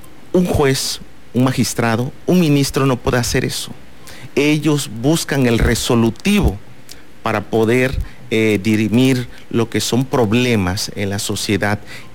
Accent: Tabasco, Mexico; Nosotros todos somos mexicanos, todos somos tabasqueños.

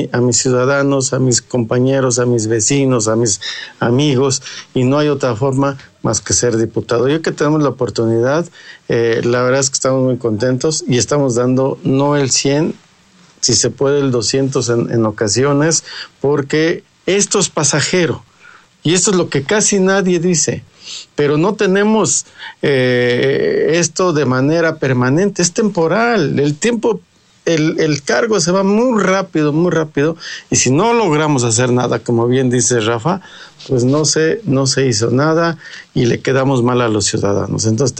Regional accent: Puebla, Mexico; Soy de una junta auxiliar, soy de San Sebastián de Aparicio, aquí muy cerquita del Estadio Cuauhtémoc, allá adelantito.

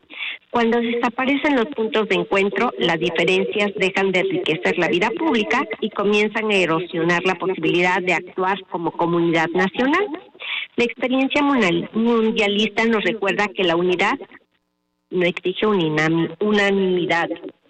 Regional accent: Mexico; Como muchos mexicanos, comparto el orgullo del triunfo de nuestra selección

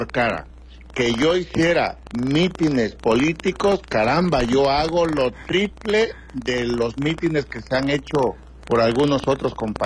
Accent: Mexico; La soberanía significa la libertad que como mexicanos tenemos para elegir a nuestras propias autoridades

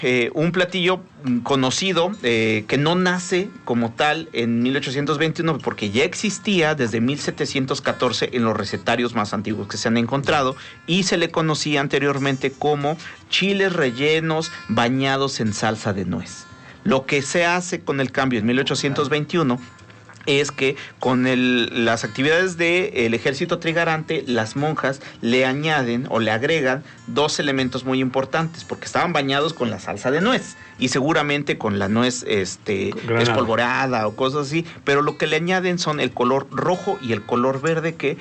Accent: Mexico; para nosotros como mexicanos

